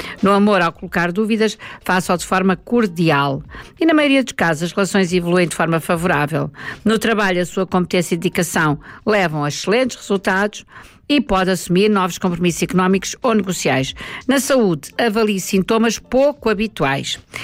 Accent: Amadora, Lisbon, Portugal; born there; Eu sou da Percalhota, nasci na Percalhota, mesmo a 500 metros do nosso selecionador nacional, Jorge Jesus.

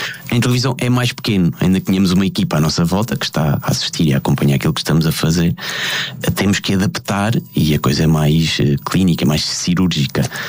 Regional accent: Ericeira, Lisbon, Portugal; É na Ericeira, eu sou da Ericeira

